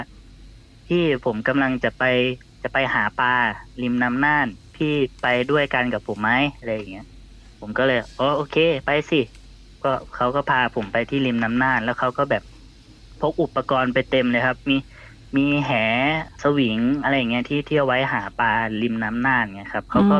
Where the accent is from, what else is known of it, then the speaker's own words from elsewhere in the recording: Bangkok, Thailand; moved away as an adult; now in Nan, Thailand; ช่วง 3-4 ปีที่แล้วที่กลับมาอยู่ที่จังหวัดน่านจริงๆผมเป็นคนกรุงเทพเนาะ